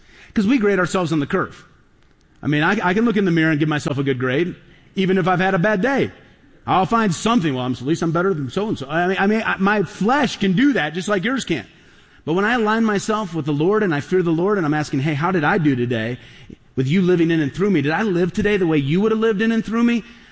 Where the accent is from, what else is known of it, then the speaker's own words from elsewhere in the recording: United States; Because I'm an American and I'm an individual and I'll do whatever I want whenever I want it.